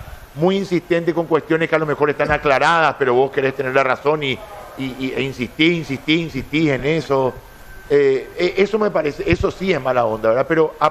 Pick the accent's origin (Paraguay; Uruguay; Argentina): Paraguay; Claro que somos hinchas de la selección porque somos paraguayos